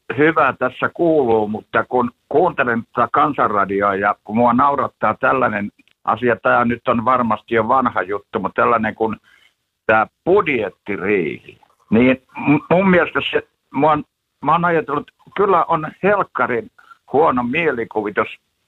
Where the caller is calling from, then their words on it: Helsinki, Uusimaa, Finland; kun mä olen Helsingistä